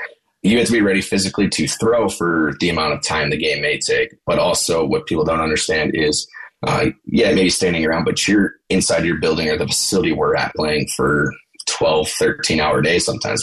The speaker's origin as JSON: {"language": "English", "region": "Wisconsin", "country": "United States", "said": "I am from Wisconsin here myself."}